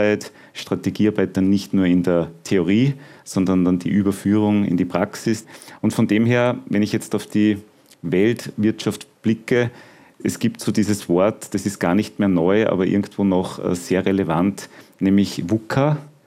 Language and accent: German; Steyr, Upper Austria, Austria; also born or lived in Dietach; Also aufgewachsen bin ich tatsächlich in Steyr und dann später, meine Eltern haben dann ein Haus gebaut in Dietach bei Steyr, ein Vorort von Steyr, sind wir dann dorthin gezogen.